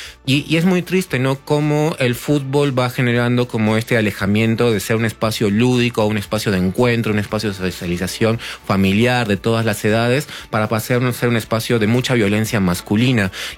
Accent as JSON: {"language": "Spanish", "country": "Uruguay", "tie": "born or raised there", "said": "Yo soy nacido en Uruguay y criado allí."}